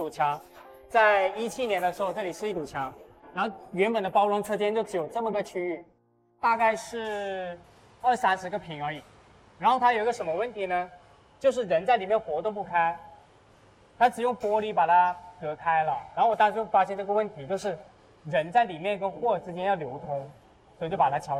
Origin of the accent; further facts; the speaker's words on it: Chaoshan, Guangdong, China; born there; now in Taojiang, China; 你看这是我老家的橄榄菜，